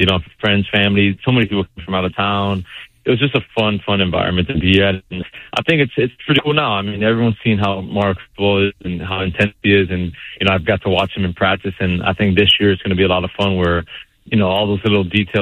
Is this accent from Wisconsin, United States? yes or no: no; Miami, Florida, United States; I was very lucky growing up in Miami. I had the Boys and Girls Club.